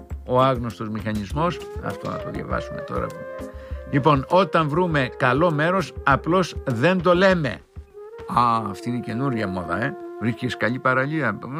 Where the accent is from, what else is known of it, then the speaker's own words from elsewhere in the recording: Crete, Greece; moved away; στην πατρίδα μου την Κρήτη